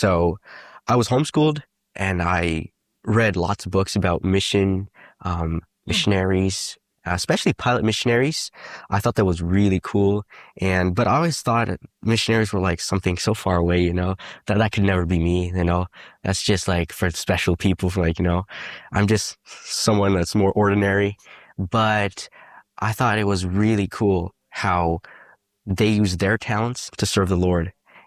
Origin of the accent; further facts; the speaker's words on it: Canada; moved away; I'm from Canada, and I was raised there. I was born and raised there. I grew up pretty much on a farm with couple animals and tractors.